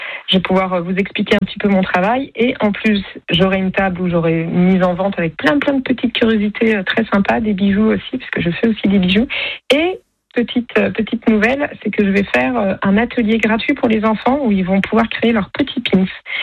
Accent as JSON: {"language": "French", "town": "Rennes", "region": "Brittany", "country": "France", "said": "Moi, je suis rennaise de base."}